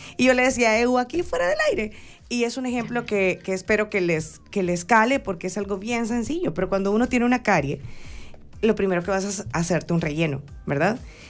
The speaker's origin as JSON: {"language": "Spanish", "country": "El Salvador", "said": "el mensaje como salvadoreña"}